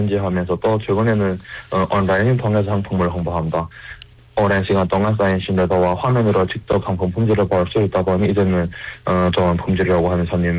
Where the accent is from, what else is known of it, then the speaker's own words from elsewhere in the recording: Yanbian, Jilin, China; 연변팀은 또 유일한 우리 고향 축구팀이고